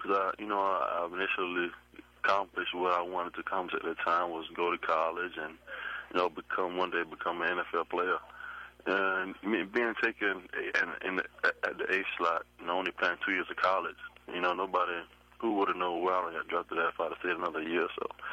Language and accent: English; Virginia Beach, Virginia, United States; growing up in Virginia Beach